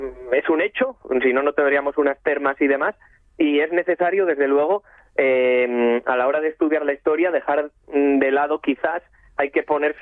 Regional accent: Asturias, Spain; Y es parte de nuestra identidad como asturianos, está claro.

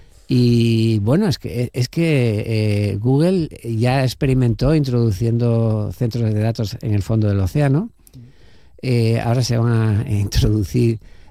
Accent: Gijón, Asturias, Spain; porque yo mismo, que soy de Gijón, el contacto que tuve con la mina era periférico.

